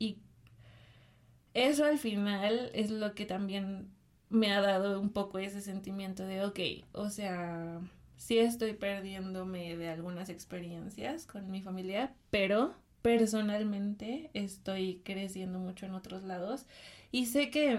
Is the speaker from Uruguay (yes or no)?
no; Mexico; Y pues también creo que como mexicano siempre se extraña una fiesta.